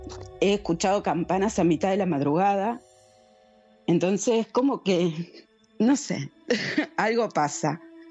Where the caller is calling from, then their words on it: Río Gallegos, Santa Cruz, Argentina; Soy de Río Gallegos